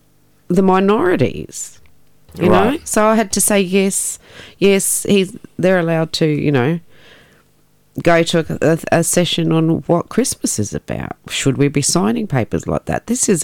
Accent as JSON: {"language": "English", "country": "Australia", "said": "We are all Australian."}